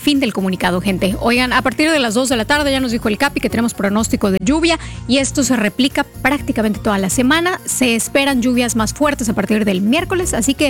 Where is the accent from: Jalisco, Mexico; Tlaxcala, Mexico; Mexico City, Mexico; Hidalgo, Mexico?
Jalisco, Mexico; Guadalajara; Yo soy de Guadalajara.